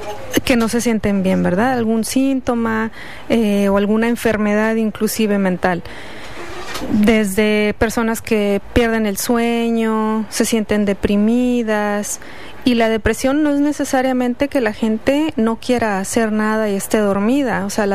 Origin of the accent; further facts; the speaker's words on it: Mexico; nosotros como mexicanos y de ahí diferente población tenemos muchas costumbres